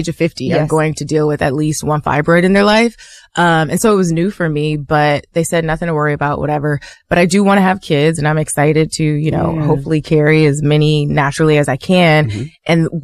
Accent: Toledo, Ohio, United States; born or raised there

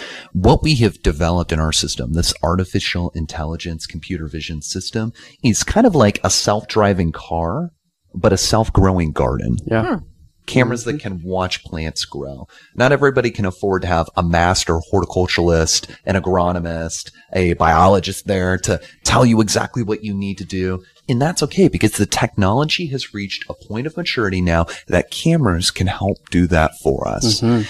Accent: Evansville, Indiana, United States; growing up in Evansville, Indiana

